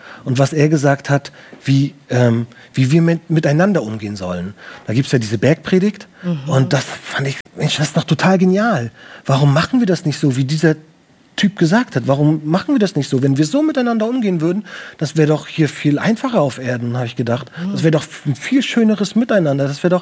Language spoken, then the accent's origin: German; Germany; Das ist an der Ostsee, ich komme aus der Nähe von der Ostsee. Ich dachte, das ist auch an der Ostsee.